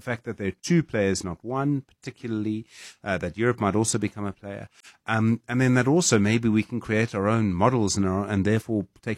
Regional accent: South Africa; I'm speaking just as a South African.

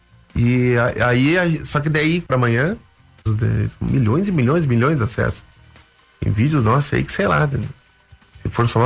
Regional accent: Rio Grande do Sul, Brazil; now in Curitiba, Brazil; Eu falava muito bah, tchê, né? Falei, bah, cara, não vai dar. Só não vai, né? Eu sou gaúcho, vou perder a identidade. Meio bairrista ainda, né? Tu vê, depois virei bairrista curitibano. Eu sou curitibano.

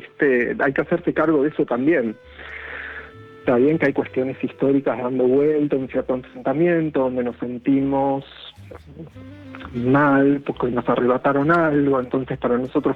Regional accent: Argentina; hasta incluso yo también soy argentino y tengo eso, lo que me resulta injusto, yo me rebelo también.

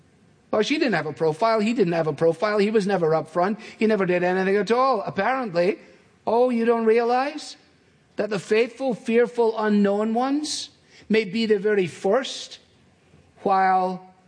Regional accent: Scotland, United Kingdom; As a Scotsman, it appeals to me. Anything for free is absolutely terrific.

